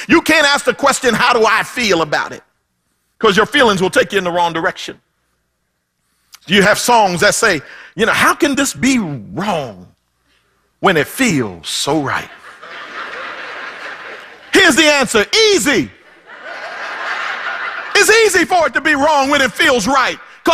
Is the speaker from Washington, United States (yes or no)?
no; Philadelphia, Pennsylvania, United States; born or raised there; moved away